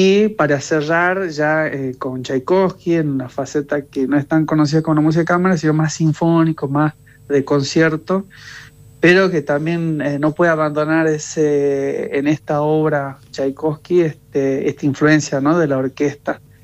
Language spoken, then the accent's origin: Spanish; Jujuy, Argentina; a todas las personas que llegan a nuestra provincia, le digo, son un jujeño más